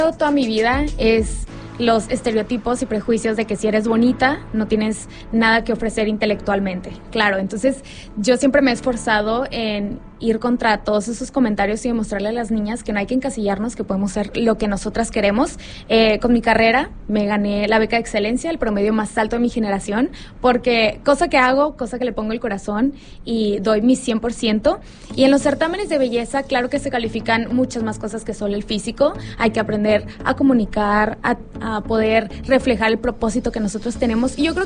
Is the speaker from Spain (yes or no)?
no; Tampico, Tamaulipas, Mexico; moved away as an adult; also born or lived in Nuevo León; now in Monterrey, Mexico; Bueno, yo sí soy de Tampico, Tamaulipas. Ajá. Viví aquí de chiquita y este año me vine a vivir acá, y cuando quise hacer el casting me dijeron que Tamaulipas ya estaba ocupado, y pues yo sí quería representar al estado en el que nací y claro, donde he hecho la mayoría de mi vida.